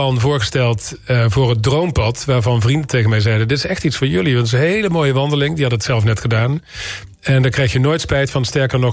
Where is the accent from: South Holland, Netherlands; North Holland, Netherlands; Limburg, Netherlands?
Limburg, Netherlands; moved away; zoals ik ben opgegroeid in Limburg